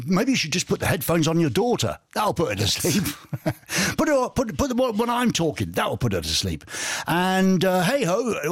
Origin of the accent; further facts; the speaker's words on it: England, United Kingdom; I don't understand German. I'm an Englishman.